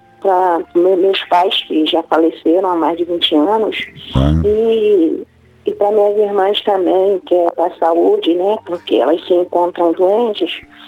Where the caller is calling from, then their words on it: Joinville, Santa Catarina, Brazil; Eu falo de Joinville, Santa Catarina